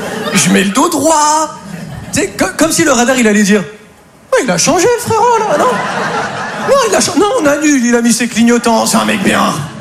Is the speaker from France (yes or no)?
yes; France; Je suis français, moi, ok?